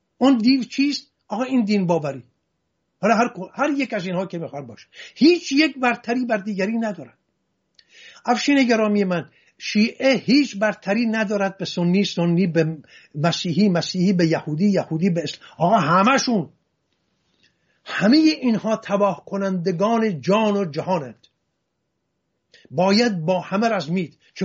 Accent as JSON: {"language": "Persian", "region": "Hamadan", "country": "Iran", "tie": "born or raised there", "said": "خودم در محله کریمیان همدان بزرگ شدم."}